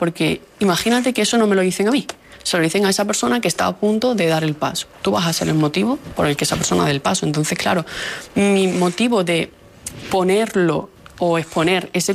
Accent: Andalusia, Spain; y allí en Andalucía, que nosotros somos de Andalucía, se ha hecho una orden

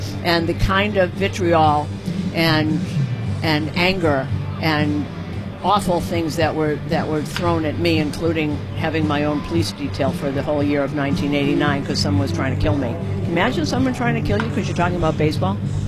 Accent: Boston, Massachusetts, United States; I grew up in the 50s. There were no girls on television talking. I grew up in Boston, obviously you can tell. In Boston, it was not a big deal.

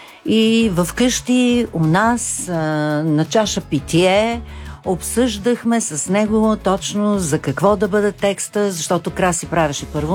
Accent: Montana, Montana Province, Bulgaria; Аз съм от Монтана, от Северозапада. И между другото исках това да се личи по някакъв начин.

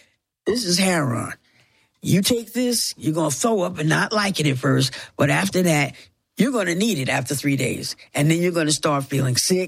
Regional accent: Teaneck, New Jersey, United States; also born or lived in Topeka, Kansas / Orlando, Florida; I was raised in Teaneck, New Jersey, three blocks from the … We all grew up together. Going between Teaneck, New Jersey, Topeka, Kansas, and Orlando, Florida, those are the places that I grew up.

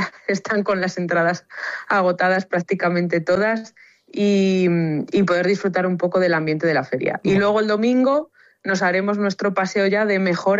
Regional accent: Salamanca, Castile and León, Spain; now in Zamora, Spain; Yo, bueno, como sabéis, soy de Salamanca, que lo he dicho muchas veces, y me vine ya a Zamora el lunes de la semana pasada.

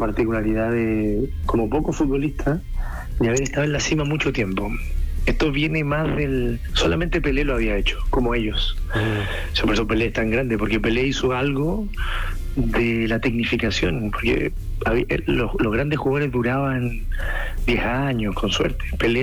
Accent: Chile; Peor somos nosotros los chilenos, que ni estamos.

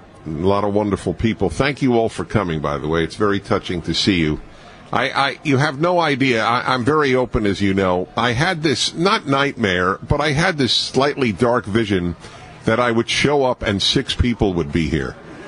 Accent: United States; this extraordinary life as an American

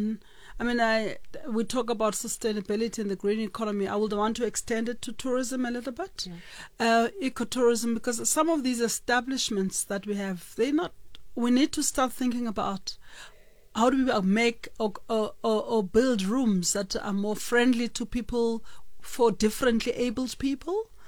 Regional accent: South Africa; As a South African

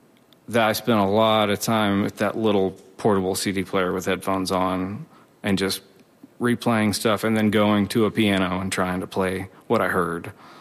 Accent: Bearden, Oklahoma, United States; growing up in Bearden, not even Okemah

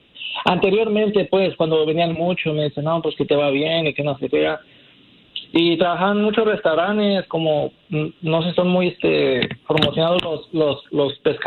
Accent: Puebla, Mexico; moved away; me presento, soy de la ciudad de Puebla. Y estoy aquí desde el 2007.

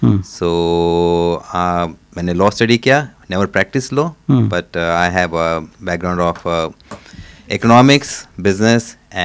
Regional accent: Gujarat, India; now in Sydney, Australia; They are from Punjab, लेकिन मेरे को पंजाब रहने का कभी मौका नहीं मिला, हमेशा गुजरात में रहें because they move to Gujarat before I was born, they came to Gujarat over 65 years ago.

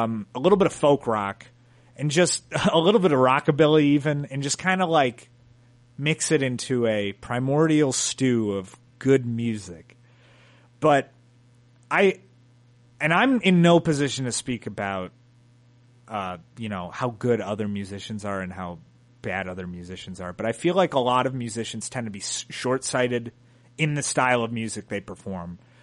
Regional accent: Chicago, Illinois, United States; we're from Chicago.

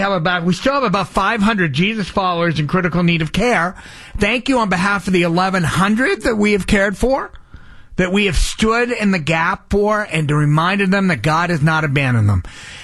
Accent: New Hampshire, United States; Growing up in New Hampshire, heading to Sunday night services, Community Chapel, Church of the Nazarene.

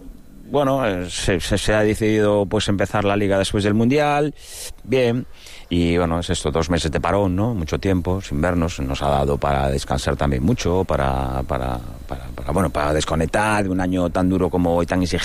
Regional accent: A Coruña, Galicia, Spain; Soy de Coruña y no había pasado nada igual

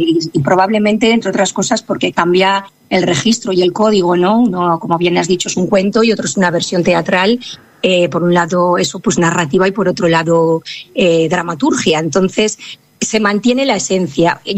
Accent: Toreno, Castile and León, Spain; born or raised there

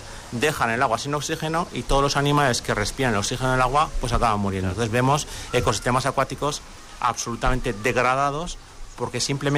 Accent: Torremocha de Jiloca, Aragon, Spain; yo soy de Torremocha de Jiroca

